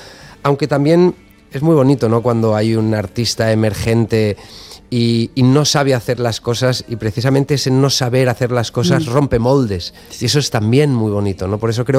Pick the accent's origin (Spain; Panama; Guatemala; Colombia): Spain